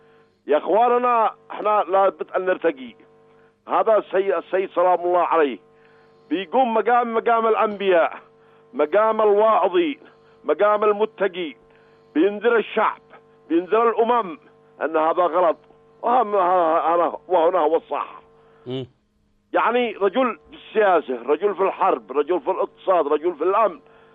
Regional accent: Yemen; احنا كشعب يمني تربينا على الجهاد، على الانفاق، على الصمود

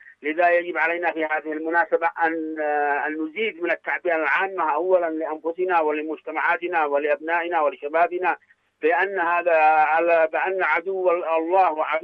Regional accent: Yemen; نحن كشعب يمني وكمسلمين

